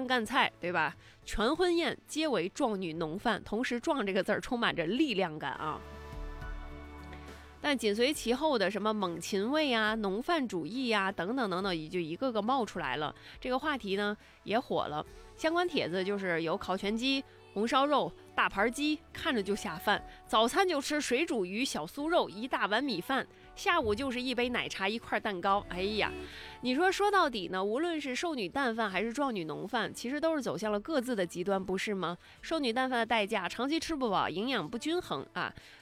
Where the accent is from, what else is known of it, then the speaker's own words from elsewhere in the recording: China; 作为中国人